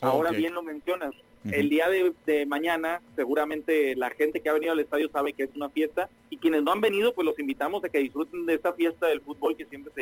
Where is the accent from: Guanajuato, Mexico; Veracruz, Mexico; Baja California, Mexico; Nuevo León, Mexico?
Baja California, Mexico; Tijuana; Sí, tijuanense, 100%.